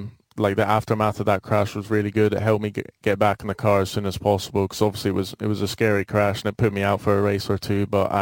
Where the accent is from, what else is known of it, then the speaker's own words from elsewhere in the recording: Aberdeen, Scotland, United Kingdom; Yeah, I grew up in Aberdeen, Scotland